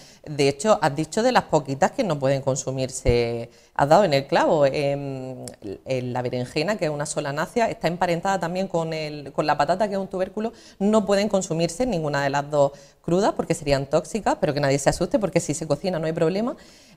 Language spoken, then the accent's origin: Spanish; La Noria, Andalusia, Spain; yo vengo de una pedanía de Ejido, de La Noria.